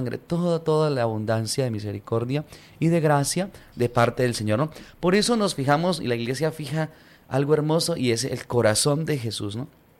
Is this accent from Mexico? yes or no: no; Colombia; Colombia, nuestra nación colombiana, nuestra patria